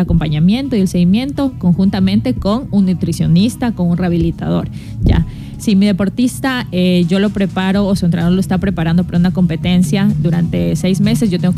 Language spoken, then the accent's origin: Spanish; Ecuador; now in Santo Domingo, Ecuador; Voy a hacer el Ironman de Ecuador, obviamente, porque quiero correr todos los años en mi país.